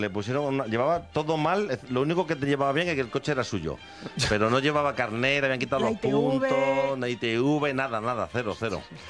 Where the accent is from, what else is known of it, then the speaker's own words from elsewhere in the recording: Spain; Somos españoles.